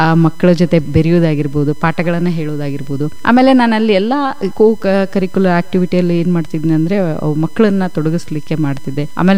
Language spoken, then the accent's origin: Kannada; Rabkavi, Karnataka, India; accent: North Karnataka; moved away as an adult; also born or lived in Mudhol / Mumbai; now in Bengaluru, India; ಪ್ರಾಥಮಿಕ ಹಂತದ ಶಿಕ್ಷಣವನ್ನ ನಾನು ಅರಬ್ಕವಿಯಲ್ಲೇ ಮುಗಿಸ್ದೆ. ಅದರ ನಂತರದ ಹಂತದ ಶಿಕ್ಷಣವನ್ನ ನಾನು ನವೋದಯ ಮುರಾರ್ಜಿ ಮುಧೋಳಲ್ಲಿ ಮುಗಿಸ್ಕೊಂಡು ನಂತರ ಕಾಲೇಜೆಲ್ಲ ಎಂವಿ ಪಟ್ಟಣ ರಬ್ಕವಿನಲ್ಲೇ ಮಾಡಿದೆ.